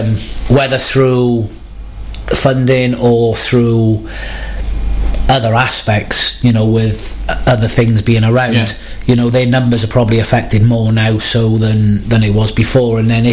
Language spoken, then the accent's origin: English; United Kingdom; we're not used to this kind of weather being British